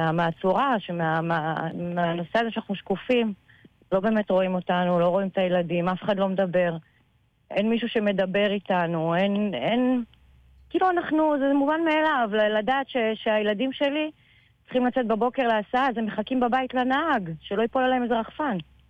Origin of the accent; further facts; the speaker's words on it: Karmiel, Northern District, Israel; now in Margaliot, Israel; אני מקרמיאל, כן.